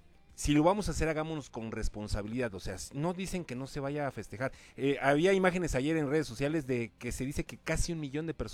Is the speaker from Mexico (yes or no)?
yes; Mexico; Todos ahí somos mexicanos.